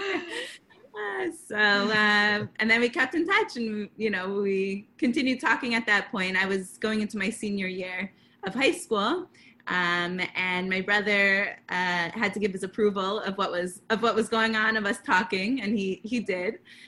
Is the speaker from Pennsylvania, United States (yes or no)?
no; Delaware, United States; So I'm actually from Delaware originally. This is where I grew up.